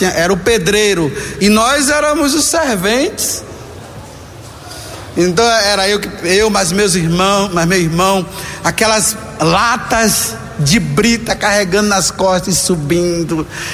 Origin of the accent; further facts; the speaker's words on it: Bahia, Brazil; Mas eu sou baiano, tem gente que acha que eu sou capixaba, outros acham que eu sou de Santo. Não, eu sou baiano.